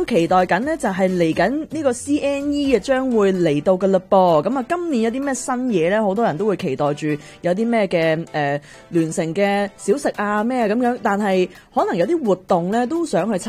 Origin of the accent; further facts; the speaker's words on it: Canada; 咁我哋加拿大人有份啦。